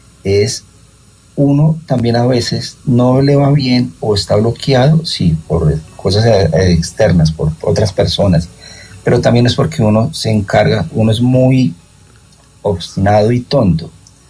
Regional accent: Colombia; yo creo que es por lo que somos, no sé, colombianos, latinos, nos enseñaron que la familia sí es lo más importante

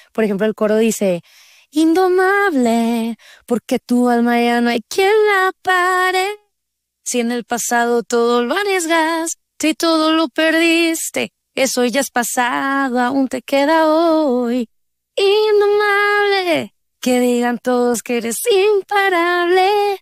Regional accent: Mexico; now in Los Angeles, United States; En vocabulario mexicano diríamos

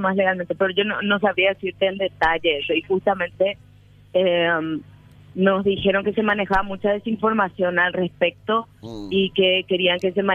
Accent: Paraguay

